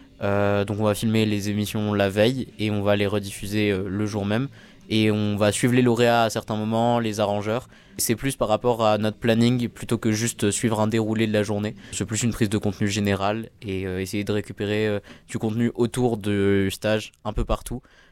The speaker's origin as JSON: {"language": "French", "town": "Avignon", "region": "Provence-Alpes-Côte d'Azur", "country": "France", "said": "je viens de Royès, Avignon."}